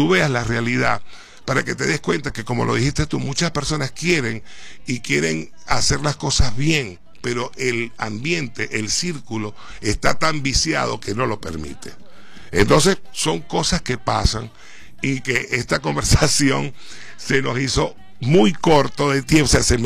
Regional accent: Maracaibo, Zulia, Venezuela; moved away as an adult; now in Bolívar, Venezuela; yo soy zuliano, soy maracucho, yo me incluyo como guayacucho, porque yo tengo ya 20 años acá, y lo que es la parte de estas tierras me duele tanto como me duele mi tierrita Maracaibo.

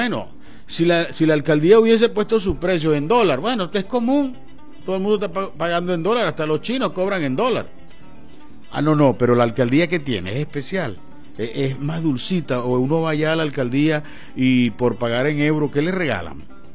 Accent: Venezuela; yo como ciudadano, yo como venezolano, yo como comunicador.

